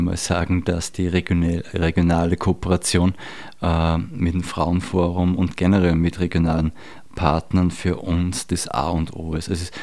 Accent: Ebensee, Upper Austria, Austria; Umso schöner für mich in meinem Heimatort in Ebensee.

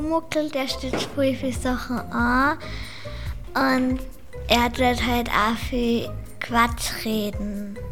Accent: Ebensee, Upper Austria, Austria; Ich komme aus Ebensee und bin 8 Jahre alt.

